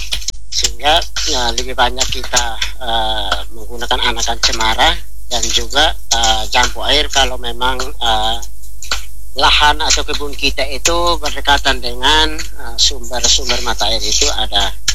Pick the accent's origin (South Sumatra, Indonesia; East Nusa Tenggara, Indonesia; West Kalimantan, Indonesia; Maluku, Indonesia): East Nusa Tenggara, Indonesia; kita sebagai orang Timor